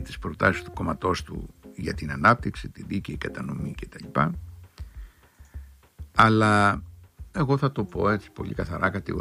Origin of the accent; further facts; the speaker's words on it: Crete, Greece; στην Πατρώα μας γη, κοντοχωριανή μας ο Ανδρουλάκη, 4-5 χιλιόμετρα το χωριό του από το χωριό μου